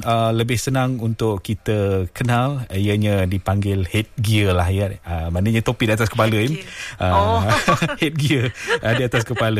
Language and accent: Malay; Semai area, Malaysia; accent: Semai; Jadi saya dialek Semai lah.